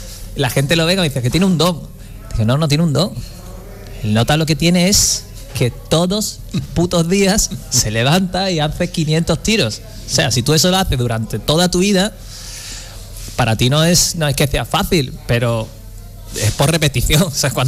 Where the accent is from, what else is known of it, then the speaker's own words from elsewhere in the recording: Cádiz, Andalusia, Spain; y le dije que soy de Cádiz.